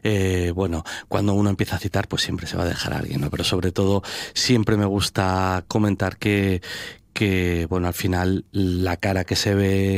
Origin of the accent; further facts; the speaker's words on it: Asturias, Spain; es volver a la televisión pública de mi tierra